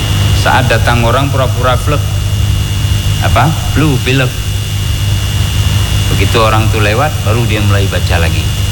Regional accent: Aceh, Indonesia; bahasa kita orang Aceh.

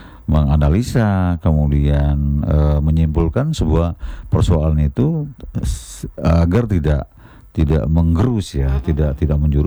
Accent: Sumatra, Indonesia; moved away; Saya orang Sumatera, istri saya orang Sumatera.

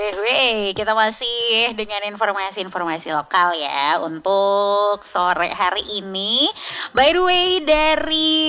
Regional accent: Ternate, North Maluku, Indonesia; sebagai warga Ternate

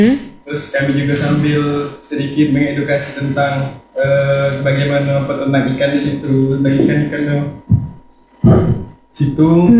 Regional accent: Danau Teluk, Jambi, Indonesia; kami ingin memperkenalkan kampung halaman kami itu di Danau Teluk itu.

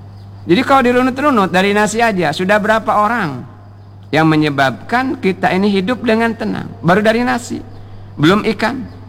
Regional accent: Bangka Belitung Islands, Indonesia; kata kita orang Bangka basing

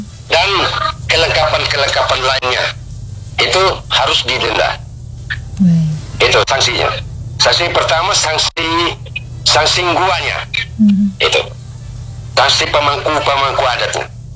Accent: Ende, East Nusa Tenggara, Indonesia; istilah kita orang Ende bilang

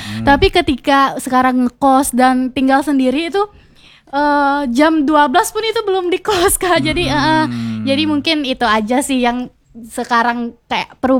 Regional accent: Sambadanum, Central Kalimantan, Indonesia; Kalau di Palangkaraya itu ada balap, di Katingan itu di tempat saya ya. Saya kan dari desa Sambadanum.

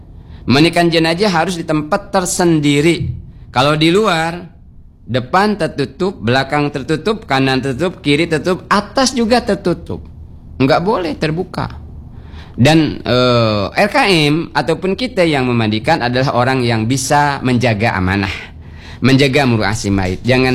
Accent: Bangka Belitung Islands, Indonesia; membasuh bedarup, kata kita orang Bangka ya, lepitan-lepitannya

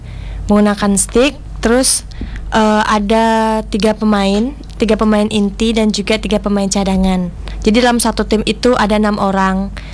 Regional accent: Bali, Indonesia; perkenalkan … dari Desa Bulian.

